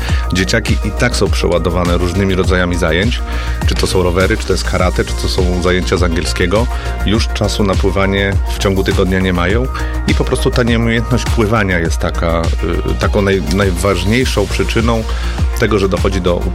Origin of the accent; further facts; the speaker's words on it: Przymorze, Pomeranian Voivodeship, Poland; Ja wychowałem się na Przymorzu, więc plaża była naszym naturalnym środowiskiem.